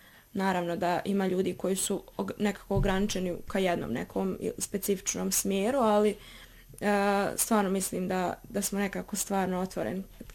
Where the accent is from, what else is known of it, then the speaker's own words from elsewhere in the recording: Drvar, Federation of Bosnia and Herzegovina, Bosnia & Herzegovina; Taj neki moj kao muzički put, u suštini ja sam odrasla u Drvaru.